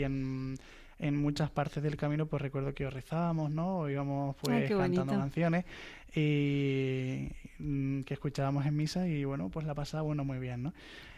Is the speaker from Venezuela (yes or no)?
no; Equatorial Guinea; Yo, pues, vengo de Guinea Ecuatorial, nací allí, mi madre es nativa de allí, de Bata.